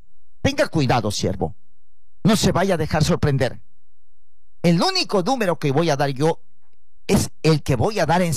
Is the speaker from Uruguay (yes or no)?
no; Salalá, Piura, Peru; born there; moved away; Yo vengo de Salalá, Sondorilio, mi tierra, que me vio nacer.